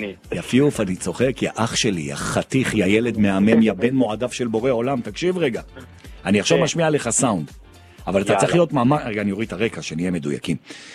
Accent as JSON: {"language": "Hebrew", "town": "Jerusalem", "region": "Jerusalem District", "country": "Israel", "said": "אני ירושלמי, בלב ובנפש."}